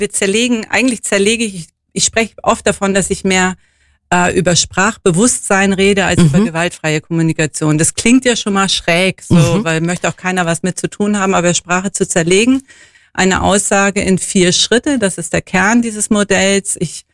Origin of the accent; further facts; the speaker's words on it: Northern Germany, Germany; moved away as an adult; now in Waltenhofen, Germany; ich bin ja keine Allgäuerin. Man hört es mir an der Zunge meistens noch an. Ich komme aus dem Norden und bin hier im Allgäu angekommen im Rahmen meiner Ausbildung. Ich habe hier Betriebswirtschaft studiert.